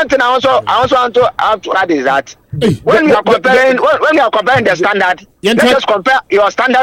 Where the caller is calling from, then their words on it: Ghana; I'm calling from Ahojo.